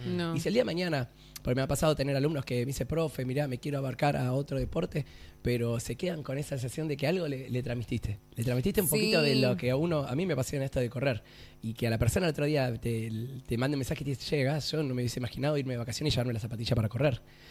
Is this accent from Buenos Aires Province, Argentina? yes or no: yes; Grand Bourg, Buenos Aires Province, Argentina; also born or lived in Haedo; Buenos Aires, de Granbur.